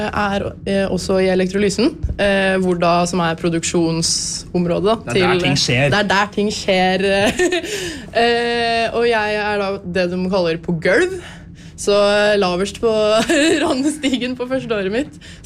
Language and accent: Norwegian; Raufoss, Innlandet, Norway; moved away as an adult; now in Trondheim, Norway; Jeg er jo egentlig fra Raufoss, så jeg har jo, vi er en gjeng her som ikke er fra Sunndalen, men har kommet for å arbeide på Hydro allikevel